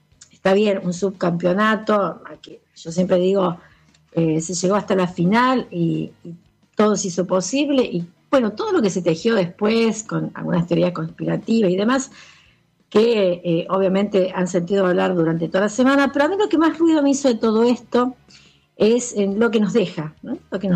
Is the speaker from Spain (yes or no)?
no; Argentina; con nuestra formación como sociedad argentina.